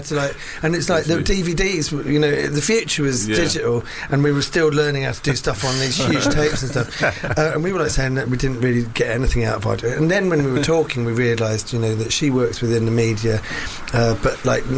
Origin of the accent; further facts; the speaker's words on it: St Albans, East of England, United Kingdom; I grew up in St Albans.